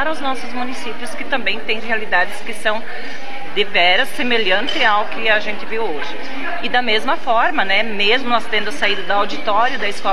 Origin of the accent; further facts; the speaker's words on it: Itapiranga, Santa Catarina, Brazil; Eu sou do município de Itapiranga. De Itapiranga